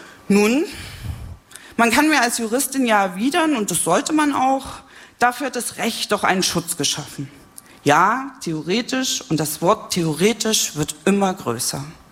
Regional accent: Jena, Thuringia, Germany; Die Abwandlung dieses Brecht-Zitats steht in meiner Heimatstadt Jena an der Wand der Wirkungsstätte eines sehr lieben, aber leider verstorbenen Freundes

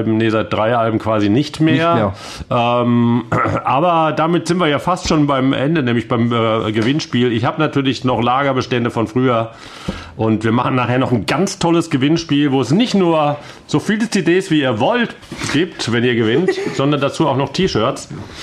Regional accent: Southern Germany, Germany; wir kommen eigentlich aus dem Süden.

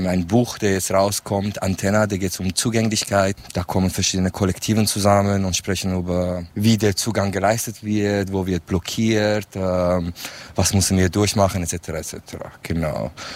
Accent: Kurdistan, Iran; German is a second language; moved away as an adult; now in Switzerland; Ich komme aus Rojhelat. In Rojhelat habe ich IT studiert und ich bin dann mit 19 raus, aus politischen Gründen. Lebe jetzt seit 16, 17 Jahren in der Schweiz.

